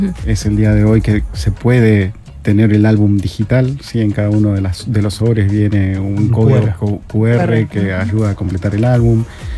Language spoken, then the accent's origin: Spanish; Argentina; now in Chile; yo siendo argentino